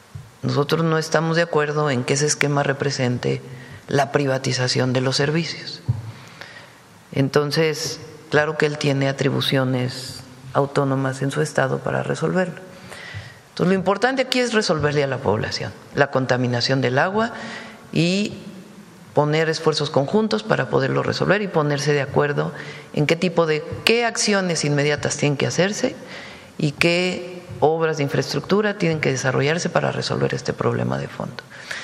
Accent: Mexico; porque somos mexicanos y porque soy la presidenta de México.

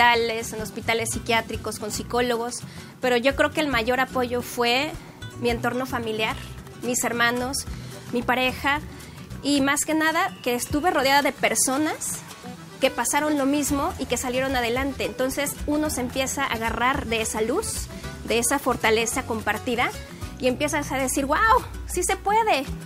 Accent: Mexico; Claro, les vaya bien o les vaya mal, pues soy mexicana y los mexicanos se respetan.

